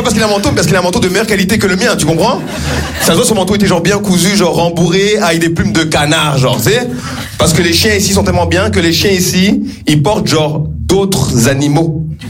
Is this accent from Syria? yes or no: no; Rwanda; now in France; Là en ce moment je suis un Rwandais content